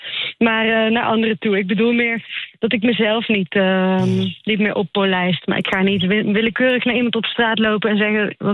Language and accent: Dutch; Netherlands; accent: soft G; Dus ik blijf altijd herkenbaar in mijn tegendraadsheid, mijn zachte G en mijn stemgeluid natuurlijk.